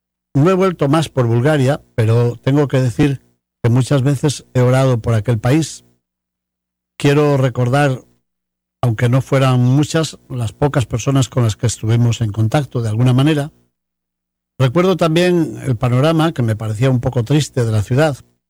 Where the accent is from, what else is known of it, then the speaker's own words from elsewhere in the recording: León, Castile and León, Spain; fui con varios sacerdotes de mi tierra, de León